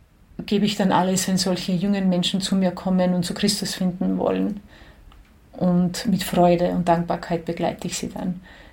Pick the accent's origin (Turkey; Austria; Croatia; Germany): Croatia; Đakovo, Osijek-Baranja County; born or raised there